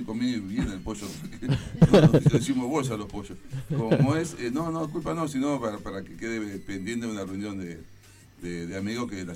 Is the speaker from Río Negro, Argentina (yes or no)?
no; Lobería, Buenos Aires Province, Argentina; moved away; en Lobería, mi pueblo